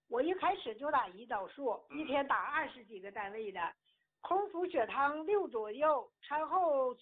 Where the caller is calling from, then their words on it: Harbin, Heilongjiang, China; 哎，常老师，我是哈尔滨的老患者了。